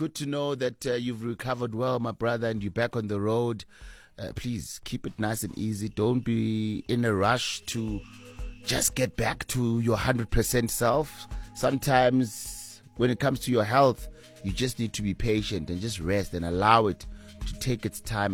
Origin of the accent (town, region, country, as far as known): Polokwane, Limpopo, South Africa; now in Johannesburg, South Africa